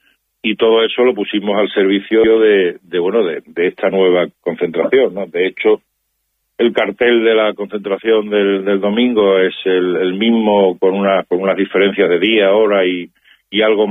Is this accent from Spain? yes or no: yes; Spain; exigir nuestros derechos como ciudadanos españoles y europeos que somos, aunque estemos viviendo en África, pero somos europeos de pleno derecho, ¿eh?